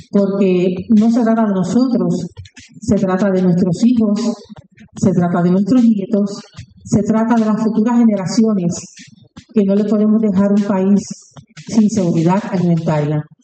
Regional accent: Puerto Rico

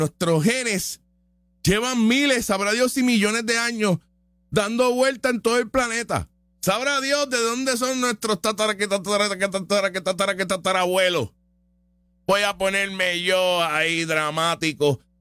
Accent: Puerto Rico; a nosotros como puertorriqueños

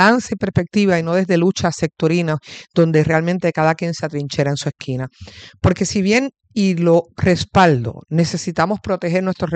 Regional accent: Bayamón, Puerto Rico; mi mamá está en Luquillo y yo me crié en Bayamón.

